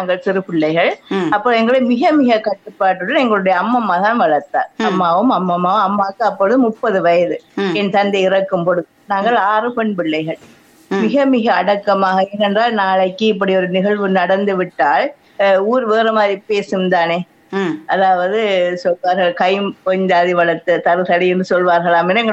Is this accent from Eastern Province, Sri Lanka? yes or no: yes; Muttur, Eastern Province, Sri Lanka; also born or lived in Trincomalee; திருமணம் முடிந்து நான் திருவோணமலைக்கு போய்விட்டேன். எனது ஊர் மூதூர். அங்கிருந்து ஒரு 3 வருடத்துக்கு பின் ஊருக்கு வருகிறேன்.